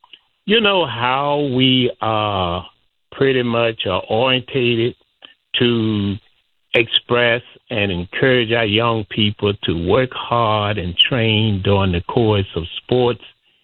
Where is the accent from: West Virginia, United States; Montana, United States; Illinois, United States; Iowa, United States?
Illinois, United States; Chicago; I'm 81 years old. You and me come out of the same community. I grew up in Chicago. I graduated from Wendell Phillips, went to what was then Wilson College